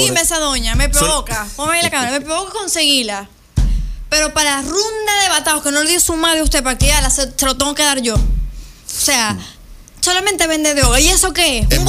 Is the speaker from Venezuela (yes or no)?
yes; Venezuela; moved away; Amo mi tierra, pero no hay nada que hacer allá.